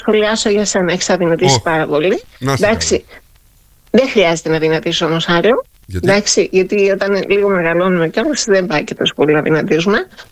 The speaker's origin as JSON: {"language": "Greek", "country": "Greece", "said": "Ναι, είναι πολλά τα χρόνια. Έρχομαι και από την Ελλάδα."}